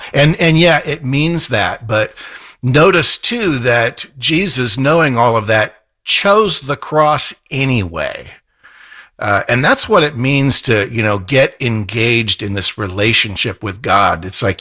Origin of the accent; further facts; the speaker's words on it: California, United States; now in West Virginia, United States; West Virginia was an absolute choice because I came from California.